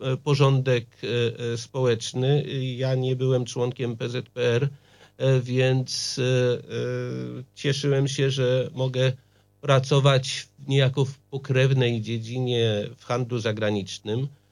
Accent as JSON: {"language": "Polish", "town": "Tarnów", "region": "Lesser Poland", "country": "Poland", "tie": "born or raised there", "also_born_or_lived": "Dresden, Germany", "moved": "as an adult", "said": "Urodziłem się w małej wiosce na południu Polski, 30 kilometrów od Tarnowa. Później przenieśliśmy się z rodzicami do Tarnowa."}